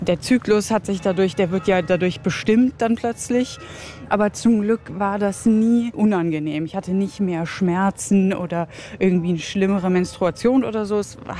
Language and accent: German; Germany; moved away as an adult; now in Basel, Switzerland; Ich komme aus Deutschland, wie man hört, und bin seit 2013 in der Schweiz, damals fürs Praktikum gekommen und dann einfach nie wieder gegangen.